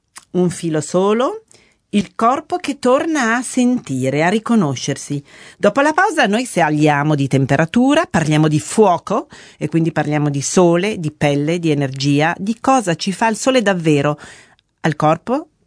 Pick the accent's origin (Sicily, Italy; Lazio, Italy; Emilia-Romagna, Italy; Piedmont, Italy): Piedmont, Italy; Turin; accent: Turinese; moved away; mi verrà fuori di nuovo anche l'accento torinese, perché … quando torno a casa a Torino da mia sorella